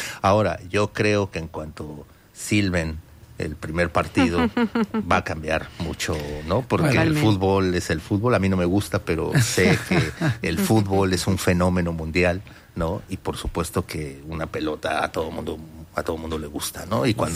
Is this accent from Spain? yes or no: no; Mexico; como mexicanos te lo digo, lo estamos sufriendo